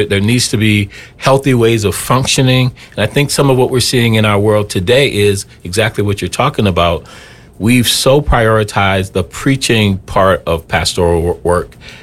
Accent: Bowman, South Carolina, United States; moved away as an adult; now in Twin Cities, United States; born and raised outside of Charleston, small place called Bowman, South Carolina. My wife Shaniqua and I came here to the Twin Cities right out of college. So back in 2005

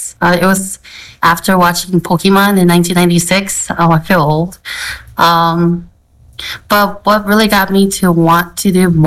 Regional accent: St. Paul, Minnesota, United States; Okay, I was born and raised in Minnesota. I was born in St. Paul. So I have grew up in Midway and Brocktown. It's like home to me.

